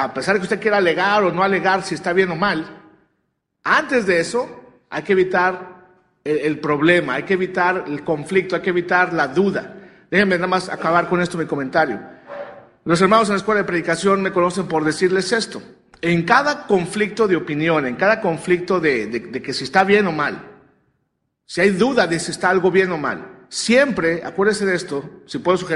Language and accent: Spanish; Mexico; creció como yo crecí en México, sin arbolito de Navidad, pues no queda traumado uno.